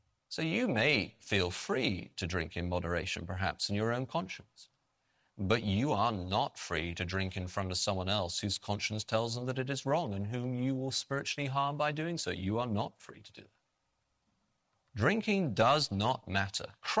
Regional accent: England, United Kingdom; you have to remember that I am an English Baptist. I'm going to tell you this story so you understand where I'm coming from in terms of my culture.

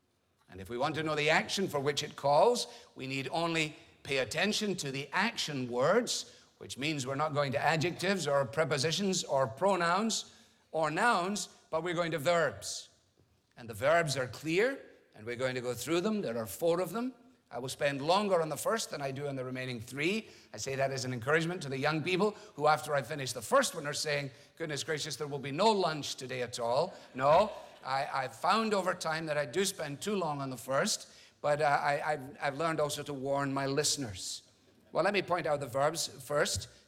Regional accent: Scotland, United Kingdom

